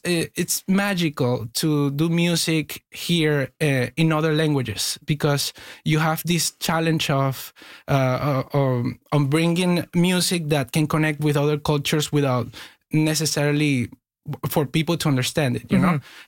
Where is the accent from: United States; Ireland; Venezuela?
Venezuela; now in Canada; Like I grew up in Venezuela listening to pop Anglo music